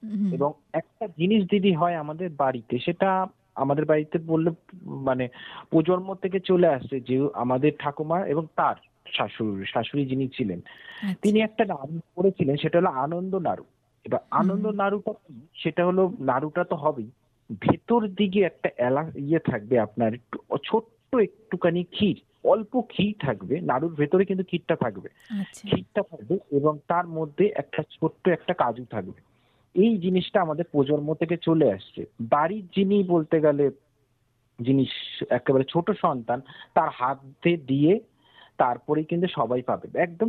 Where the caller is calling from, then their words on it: Kolkata, West Bengal, India; বলছিলাম কসবা থেকে।